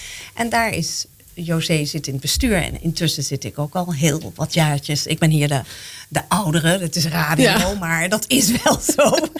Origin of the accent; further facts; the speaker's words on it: Arnhem, Gelderland, Netherlands; born there; also born or lived in Congo / Belgium; En mijn ouders zijn hier geland in Nederland, want de KLM haalde ons op. En ik ben dus hier verder opgegroeid, maar ik ben wel toch wel een beetje Vlaams opgevoed.